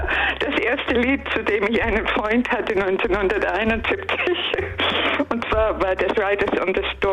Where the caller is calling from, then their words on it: Schopfheim, Baden-Württemberg, Germany; Aus Schopfheim im Südschwarzwald.